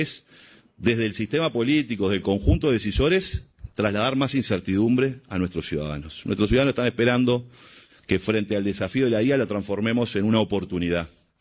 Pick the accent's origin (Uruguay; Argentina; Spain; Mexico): Uruguay